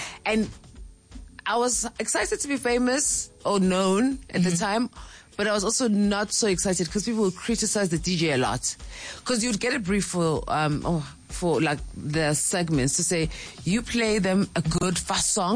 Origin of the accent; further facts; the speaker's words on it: KwaZulu-Natal, South Africa; now in Johannesburg, South Africa; I left it, and then I came back to Joburg because I'm from Natal. Came back to Joburg to study at UJ